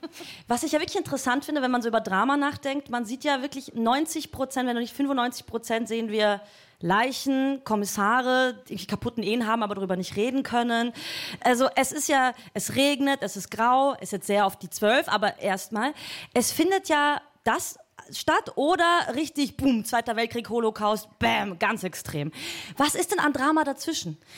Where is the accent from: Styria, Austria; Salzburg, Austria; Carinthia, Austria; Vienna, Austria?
Vienna, Austria; now in Berlin, Germany; ich komme halt aus Wien und ich wollte halt weg aus Wien und bin dann nach Neukölln.